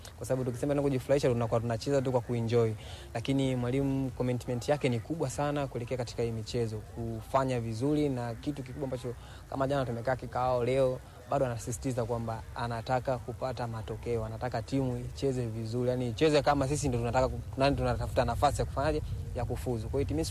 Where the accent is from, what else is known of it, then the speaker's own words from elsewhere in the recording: Tanzania; Kwa mimi kama Mtanzania